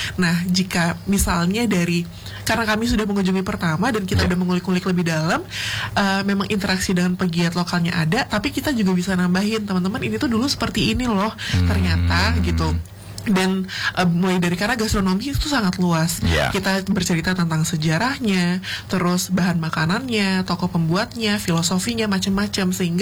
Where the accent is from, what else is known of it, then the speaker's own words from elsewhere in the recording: Sumatra, Indonesia; now in Yogyakarta, Indonesia; saya dari Sumatera, dan kebetulan memang keluarga itu dari berbagai macam daerah. Ayah dari Jawa Timur, ibu dari Jawa Barat, terus kami besar dan tinggal di Sumatera.